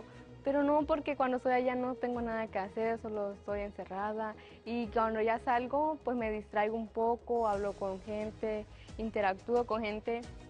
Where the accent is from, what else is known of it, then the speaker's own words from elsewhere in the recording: Acapetagua, Chiapas, Mexico; tengo 15 años y soy de Acapetagua, Chiapas.